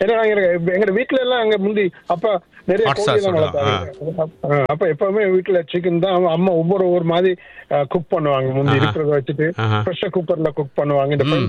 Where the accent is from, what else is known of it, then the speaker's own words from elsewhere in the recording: Sri Lanka; moved away; நான் வளர்ந்ததே நிறைய மழை பெய்யற ஒரு டவுன்ல தான் நான் வளர்ந்தேன் அங்க ஸ்ரீலங்கால.